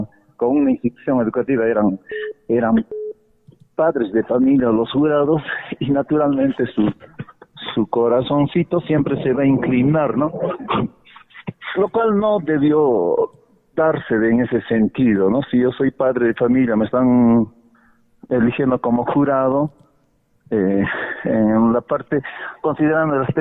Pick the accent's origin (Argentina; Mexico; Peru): Peru; Apurímac; first language Quechua; Spanish is a second language; nuestra lengua materna, que es el quechua. Entonces, quedan invitados todas las instituciones educativas de aquí, de la localidad de Tambobamba